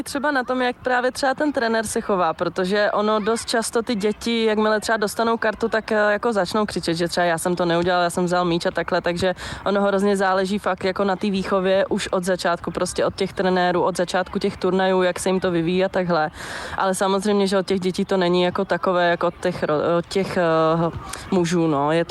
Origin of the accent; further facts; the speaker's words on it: Moravia, Czechia; moved away; já jsem vlastně původně z Moravy